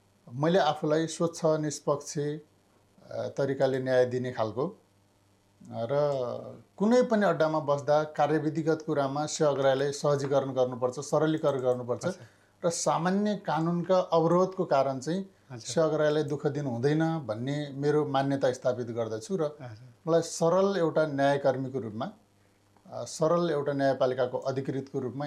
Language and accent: Nepali; Jajarkot, Karnali Province, Nepal; born there; now in Nepalgunj, Nepal; म खास गरी जाजरकोट मेरो जन्मस्थान हो।